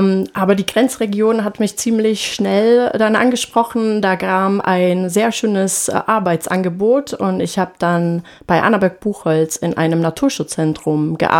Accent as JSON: {"language": "German", "town": "Ostrava", "region": "Moravian-Silesian Region", "country": "Czechia", "moved": "as an adult", "lives_now": "Erzgebirge, Germany", "said": "Ich komme ja aus Tschechien. Ich komme aus Ostrava, aus Nordmähren. Und dann hat mich das ins Erzgebirge auf die deutsche Seite vor fast 15 Jahren verschlagen."}